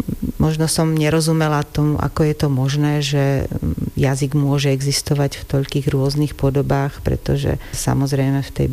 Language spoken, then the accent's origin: Slovak; Gelnica, Košice Region, Slovakia; Pochádzam z Gelnice. Gelnica je mesto v južnej časti Spiša, ktoré má vôbec táto oblasť, má veľmi zaujímavý dialekt. A okrem toho moji rodičia pochádzajú z Gemera.